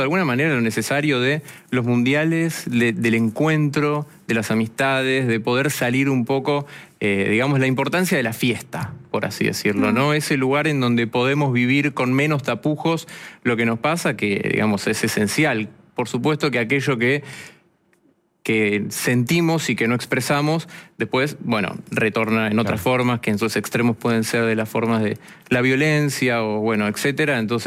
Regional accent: Argentina

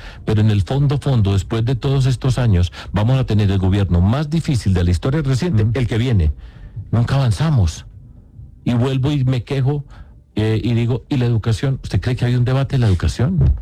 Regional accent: Antioquia, Colombia; Y allá en mi tierra, la gente dice, no, es que los paisas, solo con los paisas, pues yo no.

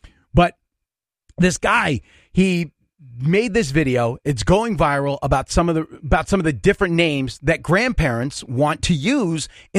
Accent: New York, United States; I grew up in New York

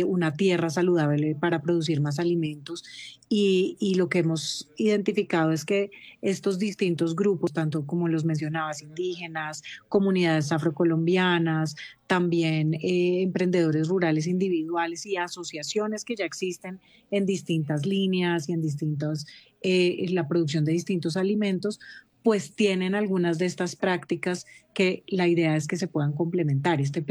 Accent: Colombia

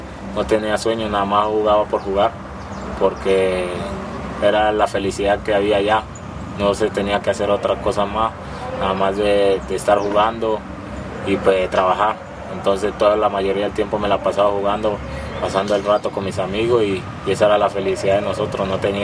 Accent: Magüí Payán, Nariño, Colombia; moved away; Soy de Maguipaya, Nariño.

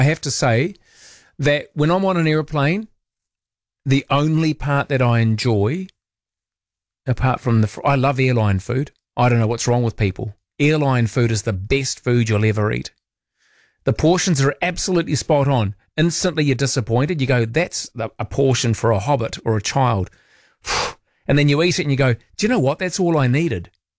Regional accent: Wellington, New Zealand; also born or lived in Christchurch; we moved from Christchurch to Wellington. Yeah, I mean, I was born in Christchurch. I was very young then as well.

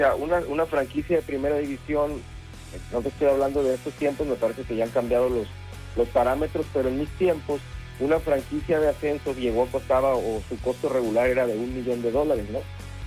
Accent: Culiacán, Sinaloa, Mexico; moved away; also born or lived in Tijuana; La primera en mi ciudad natal, Culiacán

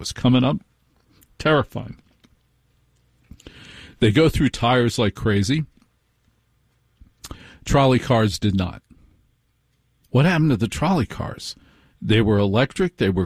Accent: Maplewood, United States; You know, I grew up in Maplewood

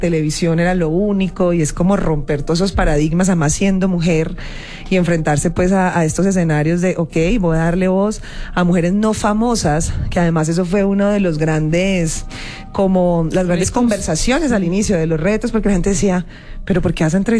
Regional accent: Cali, Valle del Cauca, Colombia; now in Bogotá, Colombia

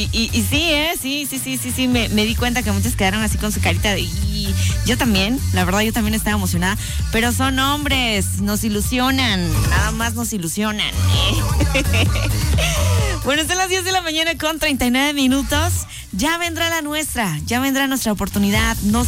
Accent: Mexico; Somos mexicanos y como buenos mexicanos

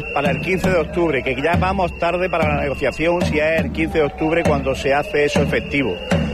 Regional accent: Linares, Andalusia, Spain; somos muchas familias de Linares

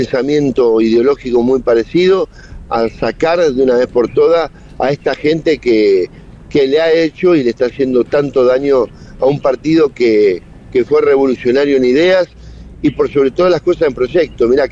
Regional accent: Rosario, Santa Fe, Argentina; moved away; Por eso nos gusta mucho a todos los que vinimos de Rosario, hace muchos años o muchas décadas ya

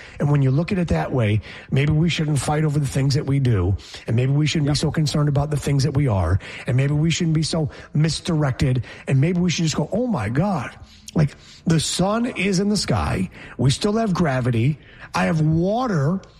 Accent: New York, United States; Hey, I'm a New Yorker. You forget. I'm from the Empire State.

